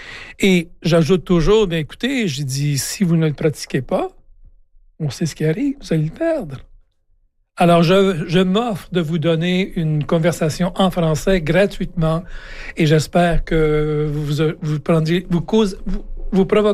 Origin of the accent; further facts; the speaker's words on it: Quebec, Canada; moved away as an adult; now in Oyster Bed Bridge, Canada; j'ai commencé ma carrière ici à Lille en 1980. Je suis originaire du Québec et j'ai commencé et j'ai terminé ma carrière ici.